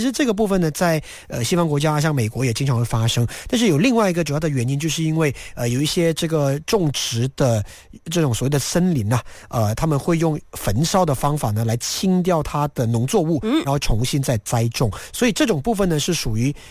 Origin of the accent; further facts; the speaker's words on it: Malaysia; 当然就是我们马来西亚人，因为我们这边没有火山，我们也不处在这个地震的板块啊